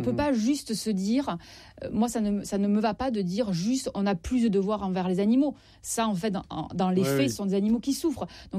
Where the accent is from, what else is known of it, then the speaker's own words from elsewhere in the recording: Southwest France, France; Je suis du Sud-Ouest.